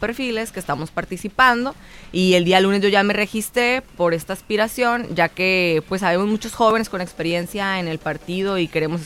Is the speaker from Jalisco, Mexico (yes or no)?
no; Mexicali, Baja California, Mexico; Yo nací aquí en Mexicali, soy la primera generación de cachanillas, vengo de una familia migrante, mi mamá es de Oaxaca, mi papá es de Sinaloa